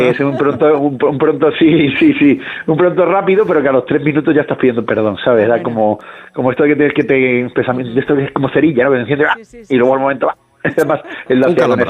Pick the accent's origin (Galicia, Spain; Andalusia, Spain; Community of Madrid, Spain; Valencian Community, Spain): Andalusia, Spain; Cádiz; No, yo además me crié en Cádiz, con lo cual